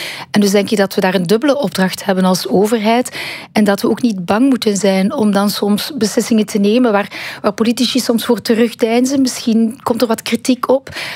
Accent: Ghent, Flanders, Belgium; ook gewoon een Vlaamse ben. Ik ben van Gent, ik ben van Vlaanderen.

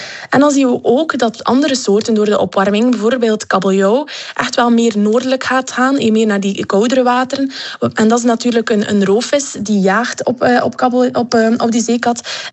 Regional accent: Belgium; de vissoorten die wij als Belgen gewend zijn om op ons bord te krijgen.

